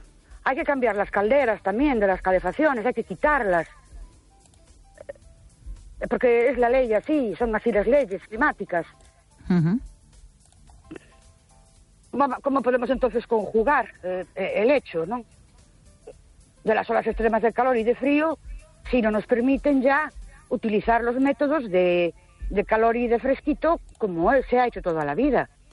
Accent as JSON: {"language": "Spanish", "town": "Ourense", "region": "Galicia", "country": "Spain"}